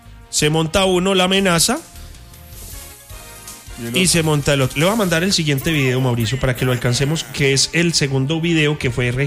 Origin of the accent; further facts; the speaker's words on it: Manizales, Caldas, Colombia; Yo soy de Manizales, paré con mi familia a comer en ese sitio.